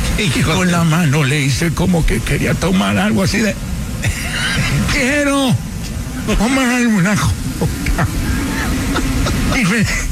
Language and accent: Spanish; Mexico; Sí, no, soy yo. Yo soy mexicano.